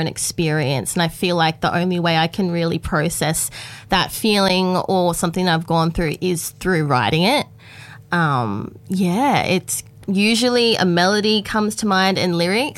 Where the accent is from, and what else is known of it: Grafton, New South Wales, Australia; born or raised there; also born or lived in Sydney / Gold Coast; now in Lismore, Australia